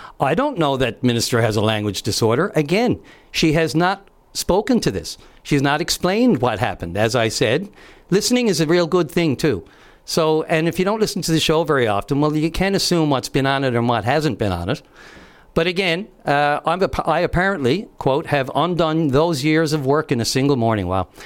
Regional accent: Newfoundland and Labrador, Canada; I was offended as a Newfoundlander because I was there.

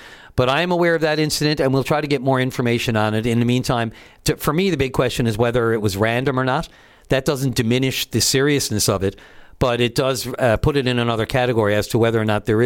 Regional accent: St. John's, Newfoundland and Labrador, Canada; I grew up in the West End of St. John's and around Topsail Road and the Cowan Avenue area.

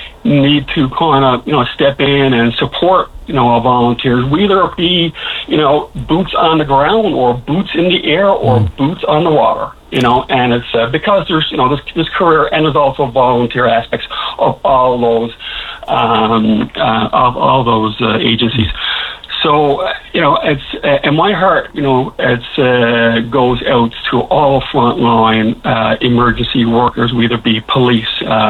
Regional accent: Gander, Newfoundland and Labrador, Canada; I come from Wake and Gander

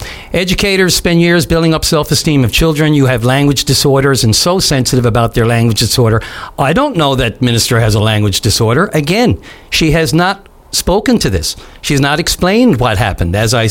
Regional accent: Newfoundland and Labrador, Canada

